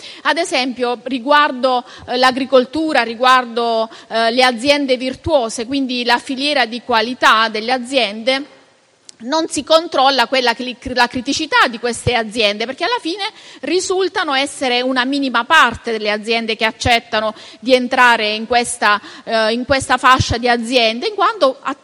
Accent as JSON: {"language": "Italian", "area": "Borgo Mezzanone", "region": "Apulia", "country": "Italy", "said": "io vengo dal territorio del Borgo Mezzanone, quindi viviamo nel pieno di questo"}